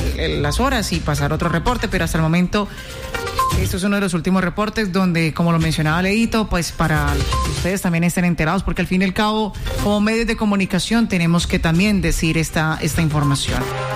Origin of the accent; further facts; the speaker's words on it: Colombia; muy de recordarle a la gente que como colombianos nos hemos unido, nos unimos en una sola voz.